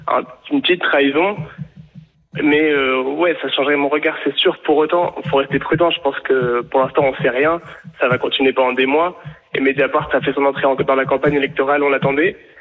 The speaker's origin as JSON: {"language": "French", "town": "Nice", "region": "Provence-Alpes-Côte d'Azur", "country": "France", "lives_now": "Israel", "said": "En fait, je suis à la base, je suis niçois, Et je vous écoute depuis ma plus tendre enfance."}